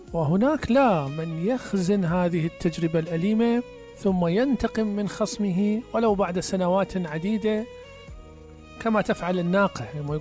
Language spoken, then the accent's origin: Arabic; Iraq; إحنا كعراقيين